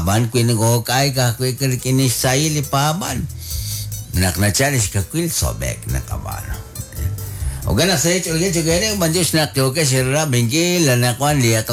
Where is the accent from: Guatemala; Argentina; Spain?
Guatemala; Para nosotros como guatemaltecos es el mes patrio.